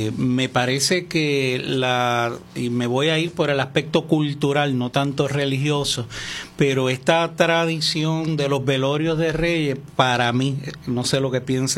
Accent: Puerto Rico; nuestra forma de ser como puertorriqueños y puertorriqueñas.

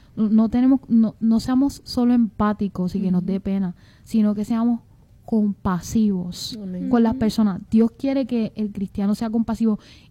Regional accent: Puerto Rico; Somos boricua

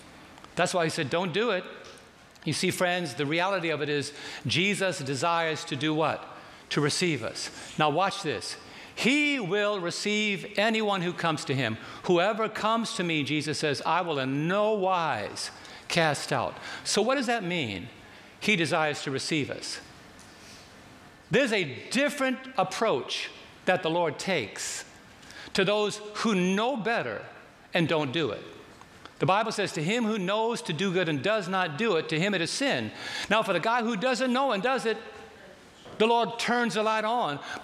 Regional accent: New York City, New York, United States; I was raised in New York City

